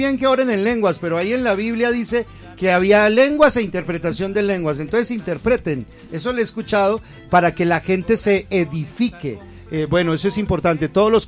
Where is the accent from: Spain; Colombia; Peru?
Colombia; que caiga fuego sobre nosotros los colombianos para dejar tanta división.